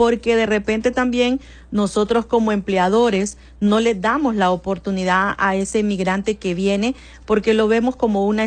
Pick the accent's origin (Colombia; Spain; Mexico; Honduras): Honduras; nosotros como hondureños que estamos acá